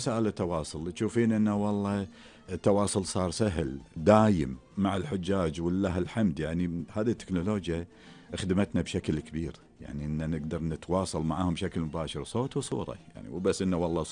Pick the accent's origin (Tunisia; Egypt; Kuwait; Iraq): Kuwait